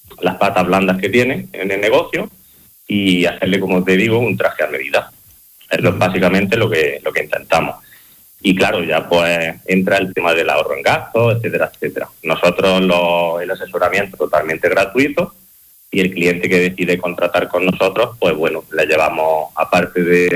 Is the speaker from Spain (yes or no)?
yes; Jaén, Andalusia, Spain; yo soy de aquí de Jaén